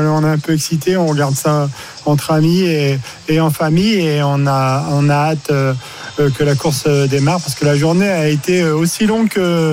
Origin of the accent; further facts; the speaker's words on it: Hauts-de-France, France; Ah, oui, bah, vous savez, nous sommes du Nord, donc.